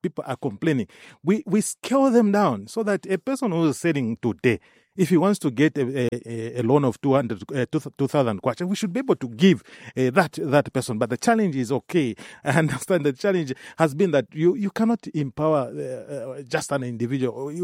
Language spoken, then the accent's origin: English; Lusaka, Lusaka Province, Zambia; I was born in Kamwala.